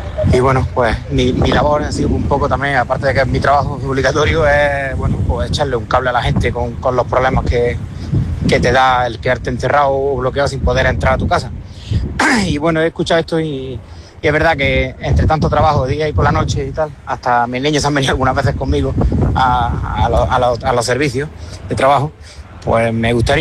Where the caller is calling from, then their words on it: Atarfe, Andalusia, Spain; vivo en Granada, en Atarfe.